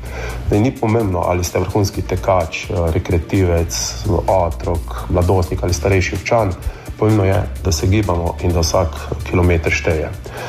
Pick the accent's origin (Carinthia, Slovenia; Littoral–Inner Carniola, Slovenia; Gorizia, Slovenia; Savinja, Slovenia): Carinthia, Slovenia; koliko kilometrov smo Korošci skupaj pretekli na praznik Dan slovenskega športa